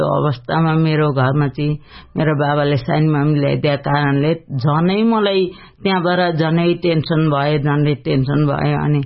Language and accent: Nepali; Dolakha, Bagmati, Nepal; मैले परिचय भन्दै गर्दाखेरि मेरो घर चाहिँ दोलखा हो